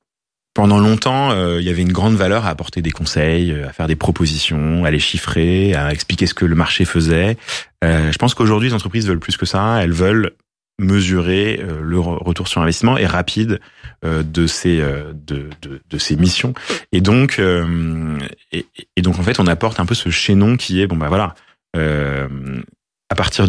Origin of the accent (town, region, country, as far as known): France